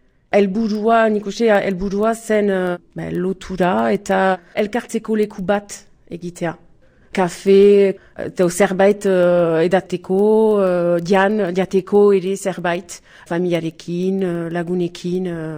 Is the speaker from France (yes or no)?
yes; Nouvelle-Aquitaine, France; Beti danik egon niz hemen. Luxon, nire herria da, aurra da.